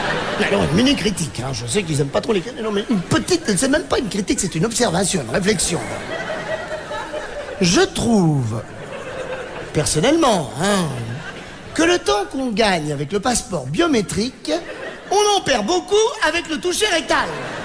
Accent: Algeria; born there

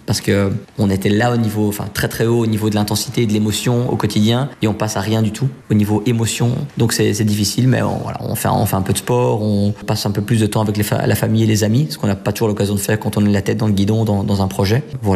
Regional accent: Belgium; Belgique, c'est mon pays. J'y suis né, j'ai vécu toute ma vie. Je suis belge, 100%. Mais mes origines sont espagnoles et italiennes.

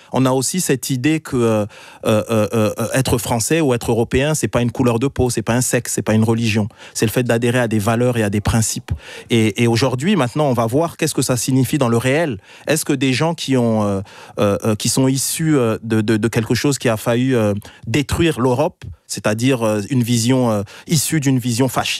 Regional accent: France; c'est en tant que Français, c'est en tant qu'Européen

